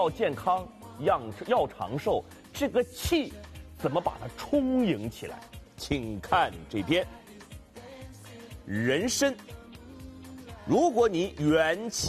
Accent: China; 我们中国人是用中国人历朝历代的老百姓的智慧、身体，已经上千年的尝试出来了、推理出来了。

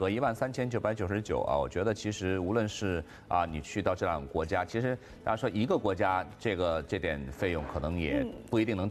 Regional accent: China; 对我们中国人来说

